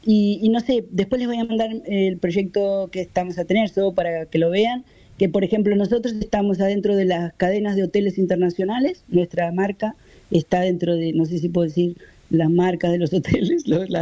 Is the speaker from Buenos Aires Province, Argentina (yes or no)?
yes; Ensenada, Buenos Aires Province, Argentina; Miren, ahí en Ensenada, de donde yo soy, está la Asociación Caboverdiana de Socorros Mutuos